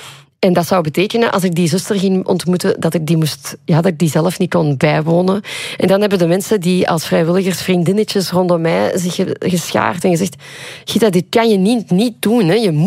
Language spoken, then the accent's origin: Dutch; Flanders, Belgium; moved away as an adult; also born or lived in Patna, India; Limburgse klei, om het zo te zeggen. En dan misschien ook een beetje uit India. Maar vooral, ik ben opgegroeid in Limburg en ik woon nu in de grote of naast de grote stad. En ik heb heel veel liefde voor waar ik ben opgegroeid.